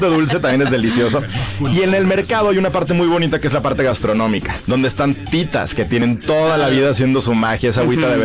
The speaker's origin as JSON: {"language": "Spanish", "country": "Mexico"}